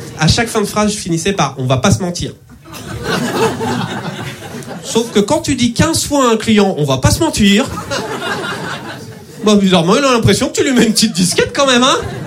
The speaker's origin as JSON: {"language": "French", "town": "Nantes", "region": "Pays de la Loire", "country": "France", "said": "Je me présente … je suis nantais et dyslexique."}